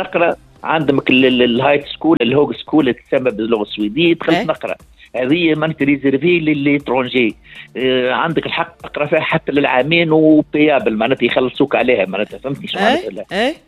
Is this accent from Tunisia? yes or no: yes; Tunisia; now in Switzerland; بلادنا تونس يلزمنا نحافظوا عليها، راهو إذا كانت ضيع تونس ضيع الدنيا كلها تضيع، ما عندناش وين نمشوا. حتى هنا راه من الكومبورتمون تاعها ديما يعتبروك أجنبي، ولو تاخذ حتى ديال جنسية ديما راك أجنبي